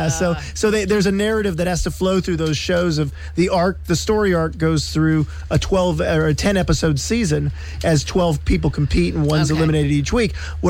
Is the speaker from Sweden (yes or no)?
no; Ireland; I am from the Emerald Isle.